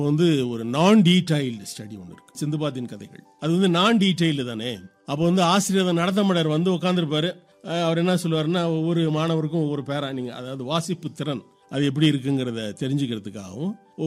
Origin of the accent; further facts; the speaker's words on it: Tiruchirappalli, Tamil Nadu, India; நான் வந்து திருச்சி தான் எனக்கு சொந்த ஊர்.